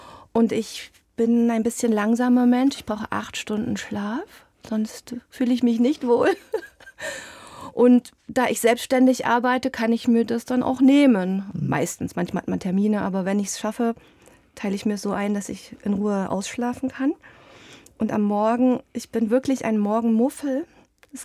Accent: Eisenach, Thuringia, Germany; Ich liebe Bach, ich komme aus Eisenach natürlich, ich bin mit der Musik groß geworden.

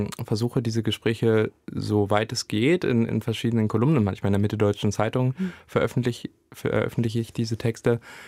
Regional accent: Wernigerode, Saxony-Anhalt, Germany; also born or lived in Blankenburg; je näher ich auch an meine eigene Heimat Wernigerode oder Blankenburg, wo ich aufgewachsen bin, komme

